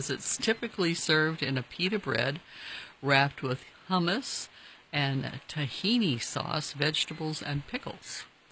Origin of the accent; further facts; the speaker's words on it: Midwest, United States; moved away; I'm from the Minnesota, Wisconsin area